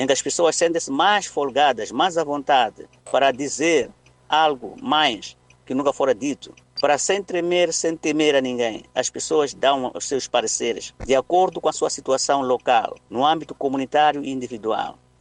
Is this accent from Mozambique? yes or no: yes; Mozambique; Como é que nós, duravante, como moçambicanos, poderemos dialogar permanentemente, criticar permanentemente, contribuir permanentemente para uma sociedade